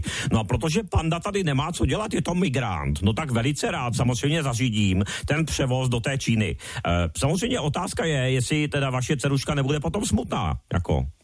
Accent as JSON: {"language": "Czech", "region": "Moravia", "country": "Czechia", "said": "Já jsem taky černý, ale také jsem jako Moravák, jak stehno"}